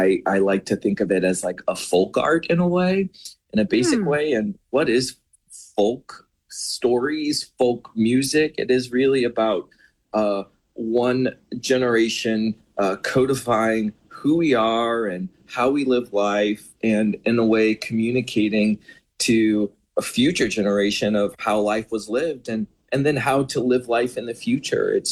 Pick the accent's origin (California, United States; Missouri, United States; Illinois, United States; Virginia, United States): Missouri, United States; St. Louis; growing up in St. Louis, Missouri